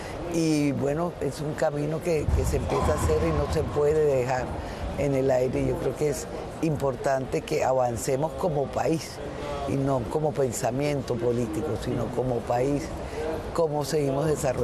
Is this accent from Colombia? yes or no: yes; Colombia